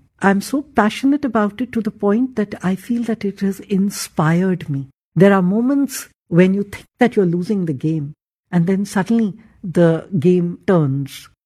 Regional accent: Delhi, India; I was born and brought up in Delhi.

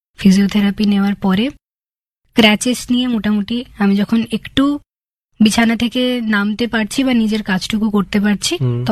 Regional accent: Kuorda, West Bengal, India; now in Ranisarai, India; আমার বাড়ি পশ্চিম মেদিনীপুর জেলার বেলদা থানার কুয়োরদা গ্রামে। কুয়োরদা অত্যন্ত ছোট্ট একটি গ্রাম এবং সেখান থেকে আমি এখন বর্তমানে রানীসরাইতে থাকি, শুধুমাত্র আমার পড়াশুনো সুবিধার জন্য।

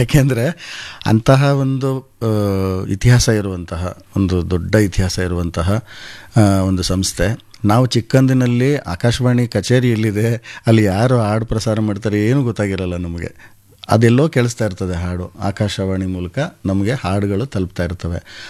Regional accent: Kodihalli, Karnataka, India; now in Bengaluru, India; ನಮ್ಮದು ಕನಕಪುರ ಹತ್ರ ಕೋಡಿಹಳ್ಳಿ ಅಂತ ಒಂದು ಊರು, ಅಲ್ಲಿ ಒಂದು ಟೆಂಟ್ ಇತ್ತು ವಿನಾಯಕ ಅಂತ.

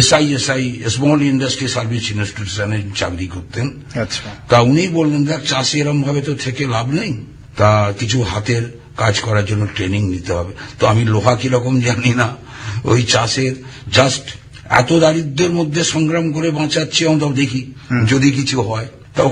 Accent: Howrah district, West Bengal, India; আমি হাওড়া জেলার ছেলে, আমার বাড়ি আমতা থানার অন্তর্গত আমতা 2 নম্বর ব্লক গাজীপুর গ্রাম। গ্রামটি মূলত কৃষি নির্ভরশীল এবং আমার পরিবার কৃষির সঙ্গে যুক্ত।

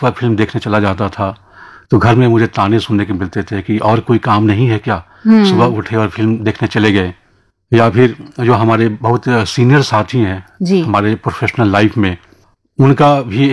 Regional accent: Bihar, India; born there; also born or lived in Sitamarhi (ancestral); मेरा जन्म बिहार में हुआ है। बिहार का एक बहुत ही प्रसिद्ध जिला है, बहुत ही प्रसिद्ध साहित्यकार हुए हैं फणीश्वरनाथ रेणु, जिन्होंने मैला आंचल जैसा उपन्यास लिखा, उनके शहर में मेरा जन्म हुआ।

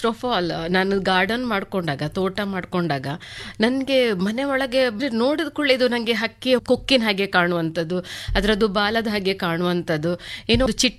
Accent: Saligrama, Karnataka, India; born there; moved away as an adult; also born or lived in Sagara / Udupi / Mangalore / Sharjah, UAE; ನಾನು ಆಕ್ಚುಲಿ ಹುಟ್ಟಿ ಬೆಳೆದಿದ್ದು ಸಾಲಿಗ್ರಾಮ, ಕೋಟ, ಉಡುಪಿ ಜಿಲ್ಲೆ ಬರ್ತದೆ.

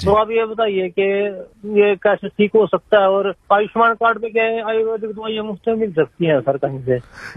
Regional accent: Khukhni, Haryana, India; हरियाणा से बोल रहा हूँ मैं। मेरा गांव खुखनी है, डिस्ट्रिक्ट करनाला है जी।

